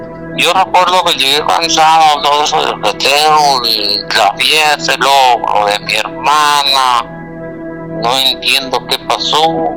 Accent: Guanajuato, Mexico; now in Chicago, United States; Bueno, yo soy de Guanajuato, pero ahorita me dedico en Chicago

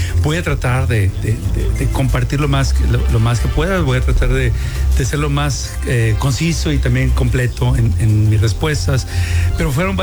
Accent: Mexico; Yo personalmente he tenido la oportunidad de vivir en varios países, y una cosa que como mexicano me di cuenta

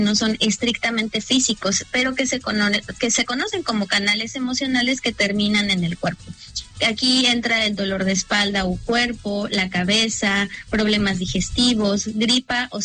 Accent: Mexico

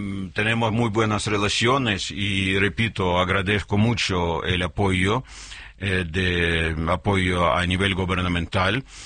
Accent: Ukraine; moved away as an adult; now in Mexico

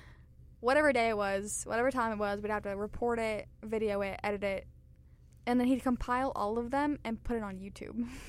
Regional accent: Tampa, Florida, United States; Okay, so I'm from Tampa, guys, if you have not heard, because I've said it about 400 times in my other shows.

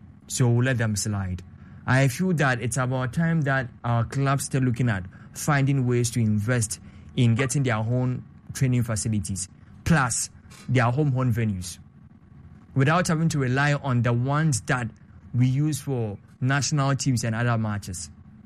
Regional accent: Western Region, Ghana; Me, I'm from the Western region. I went to school throughout my life until tertiary in the West.

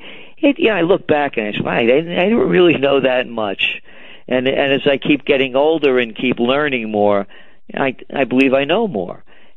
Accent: New York City, New York, United States; Well, I'm a New Yorker too

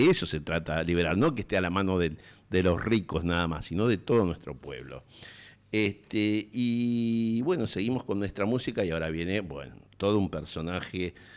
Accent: Argentina

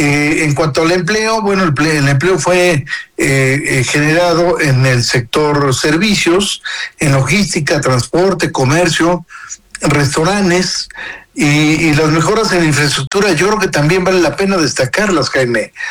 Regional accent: Mexico; Tenemos grandes cualidades como mexicanos.

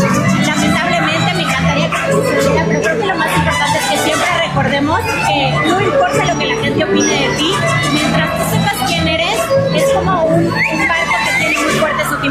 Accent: Mexico; como mexicanos cuando nos encontramos

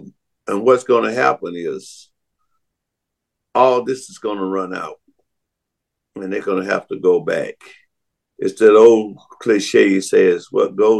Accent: Florida, United States; when I was growing up in Florida

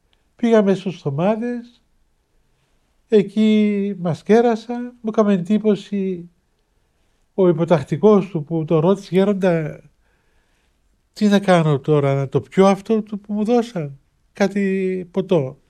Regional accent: Cyprus; εγώ είμαι Κύπριος.

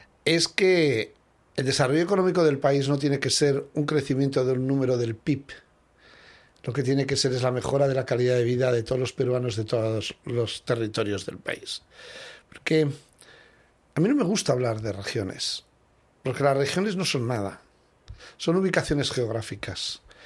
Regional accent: Spain; now in Peru; Se lo digo yo que soy extranjero, que soy español, y yo no he votado.

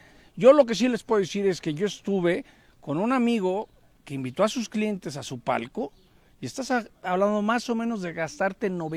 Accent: Mexico; como mexicano, lo vuelvo a decir, te parte el alma.

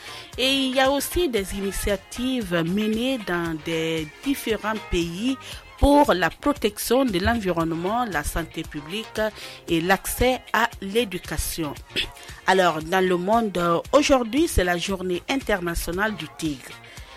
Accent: Guinea; chers auditeurs de la 935, commençons chez nous en Guinée.

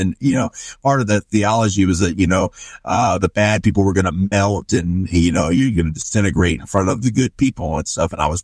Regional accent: the South, United States; now in Utah, United States; You know, I am from the South, by the way. I do live in Utah right now, but I am from the South.

